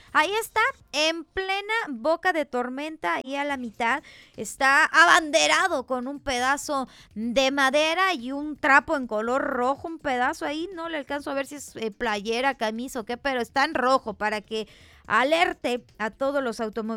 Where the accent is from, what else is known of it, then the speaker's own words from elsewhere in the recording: Tequesquitlán, Jalisco, Mexico; moved away; mi pueblo querido Tequesquitlán.